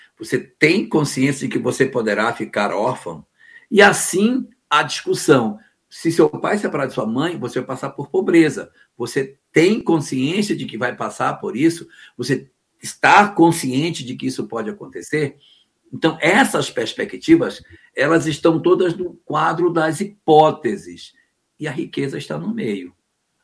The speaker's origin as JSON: {"language": "Portuguese", "town": "Macapá", "region": "Amapá", "country": "Brazil", "tie": "born there", "also_born_or_lived": "Porto Velho", "said": "Eu nasci em Macapá e fui para Porto Velho. Mas é Brasil do mesmo jeito."}